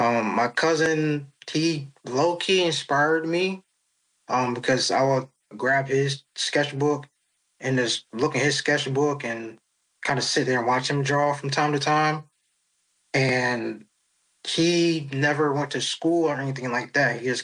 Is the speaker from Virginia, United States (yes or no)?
yes; Virginia, United States; also born or lived in South Carolina; I'm 33. I've been living here in Virginia now for, basically my whole life, I guess you can say. I was born in South Carolina, but raised up here.